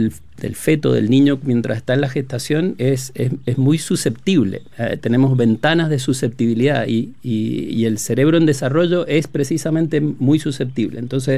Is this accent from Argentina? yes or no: yes; Argentina; moved away as an adult; also born or lived in Valdivia, Chile; now in Chile; yo ya soy, de hecho, sacaba la cuenta y ya tengo más tiempo viviendo en Chile que en Argentina, así que ya soy más chileno, mis hijas son chilenas.